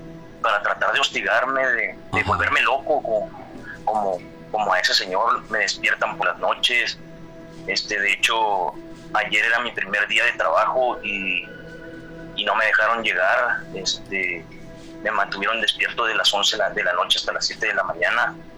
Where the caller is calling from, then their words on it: Monclova, Coahuila, Mexico; Desde Monclova, Coahuila.